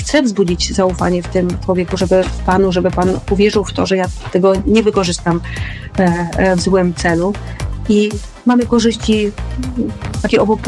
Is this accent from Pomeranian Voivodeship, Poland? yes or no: no; Trzcianka, Greater Poland Voivodeship, Poland; bo choć nie urodziłam się w Trzciance, to moja rodzina pochodzi stąd i w sumie od dzieciństwa tutaj mieszkam.